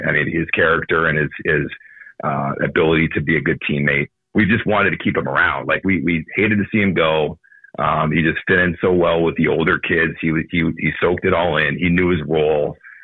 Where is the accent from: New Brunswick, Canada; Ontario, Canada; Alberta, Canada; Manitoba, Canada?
Ontario, Canada; I grew up just near Toronto.